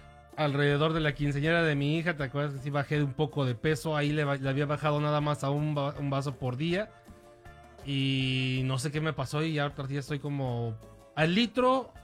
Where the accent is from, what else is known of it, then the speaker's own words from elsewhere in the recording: Mexico; Como buen mexicano, siempre una coca de 2 litros al día.